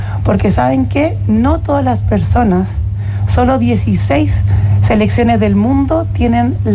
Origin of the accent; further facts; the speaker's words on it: Chile; nosotros como chilenos